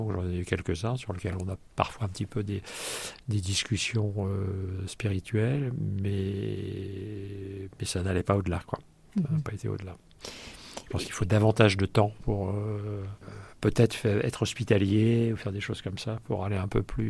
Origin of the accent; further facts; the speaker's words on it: France; t'es Français, oui, moi aussi